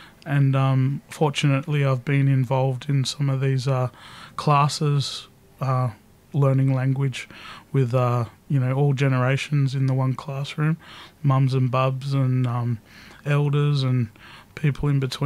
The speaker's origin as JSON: {"language": "English", "town": "Sydney", "region": "New South Wales", "country": "Australia", "tie": "born or raised there", "said": "But I grew up here in Sydney, on the north side of Sydney, in Northern Beaches. I went to primary school and high school there"}